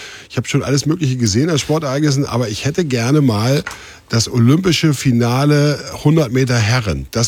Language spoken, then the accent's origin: German; Lower Saxony, Germany; Als Niedersachse konnte ich nicht mitvoten.